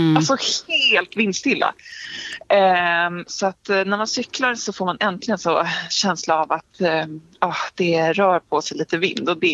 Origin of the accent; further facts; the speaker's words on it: Sweden; now in Paris, France; jag som är svensk